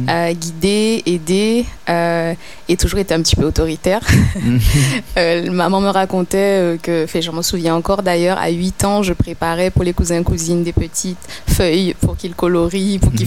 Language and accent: French; Baillif, Guadeloupe; moved away as an adult; also born or lived in Vieux-Habitants; now in Bordeaux, France; J'ai fait ma scolarité donc sur la Basse-Terre, donc primaire à l'école La Persévérance de Baïf, le collège à Basse-Terre, le lycée aussi. À Rivière-des-Pères, et puis ensuite je suis partie pour les études sur Bordeaux.